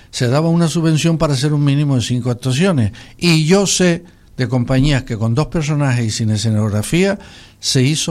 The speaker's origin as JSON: {"language": "Spanish", "region": "Canary Islands", "country": "Spain"}